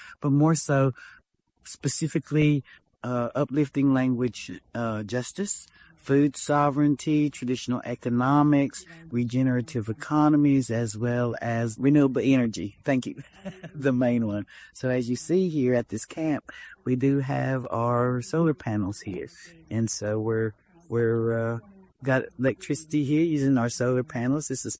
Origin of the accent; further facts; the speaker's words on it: Cherokee, North Carolina, United States; I'm from the Eastern Band of Cherokee, from Cherokee, North Carolina. We're one of the three sister tribes, which we are in our traditional homeland of our people, Anigadua.